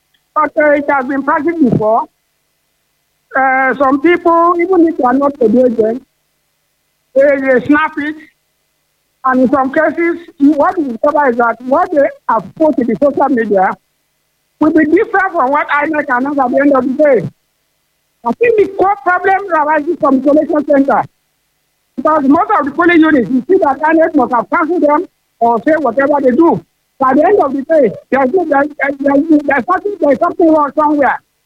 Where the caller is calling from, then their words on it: Nigeria; from Akpata.